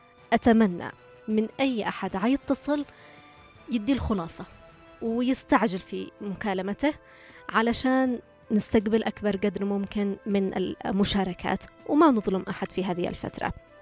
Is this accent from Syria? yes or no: no; Yemen